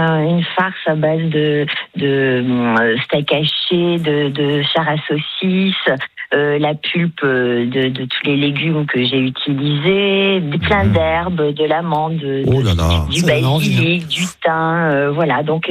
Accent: Sestas, Nouvelle-Aquitaine, France; born there; now in Normandy, France

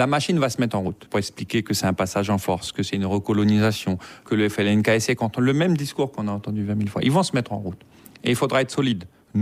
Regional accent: New Caledonia

